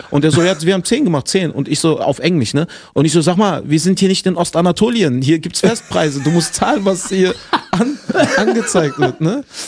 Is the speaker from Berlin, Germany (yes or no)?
yes; Berlin, Germany; Geboren, aufgewachsen in Berlin.